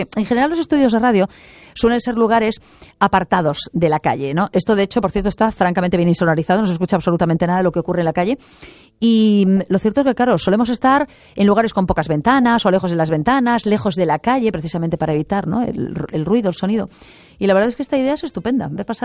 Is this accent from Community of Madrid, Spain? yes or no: no; A Coruña, Galicia, Spain; also born or lived in Vigo; Pues hoy me siento, bueno, yo soy coruñesa de origen, hoy me siento especialmente coruñesa, estoy haciendo el programa desde aquí